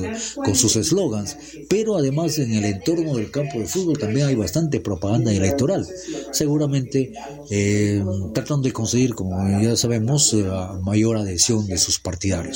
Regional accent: Lamas, San Martín, Peru; yo soy de Lamas

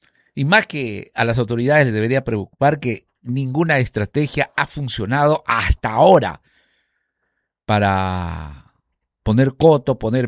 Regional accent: Venezuela; moved away; Yo soy extranjero, yo soy de Venezuela.

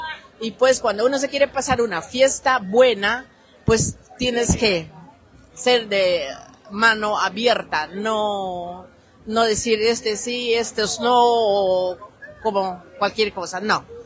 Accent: Lamas, San Martín, Peru; now in Tampa, United States; Sí, soy de Lamas, pero a la vez visitante.

